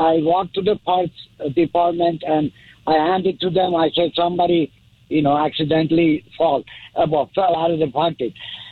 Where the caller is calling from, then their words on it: Los Angeles, California, United States; Los Angeles.